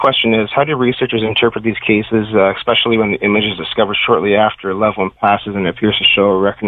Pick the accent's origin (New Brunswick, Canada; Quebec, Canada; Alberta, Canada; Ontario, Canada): Ontario, Canada; Burlington; from Burlington, Ontario.